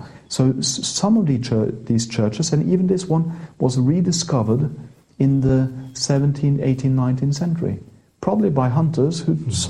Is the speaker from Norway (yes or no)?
yes; Norway; first language Norwegian; English is a second language; And I then do it in my native language, Norwegian.